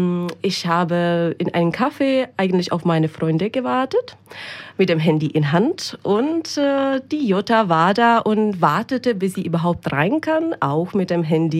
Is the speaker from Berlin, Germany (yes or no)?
no; Rüsselsheim, Hesse, Germany; Auch aus Rüsselsheim.